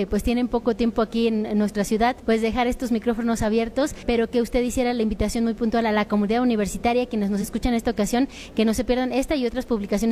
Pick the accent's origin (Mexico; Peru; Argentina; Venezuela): Mexico; nos identifica a todos como mexicanos